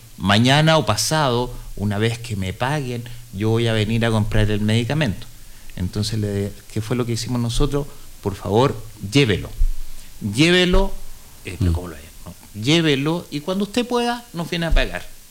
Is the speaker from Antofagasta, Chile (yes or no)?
no; Rinconada de Silva, Valparaíso, Chile; also born or lived in Santiago; now in Putaendo, Chile; Yo soy nacido y criado en Rinconada de Silva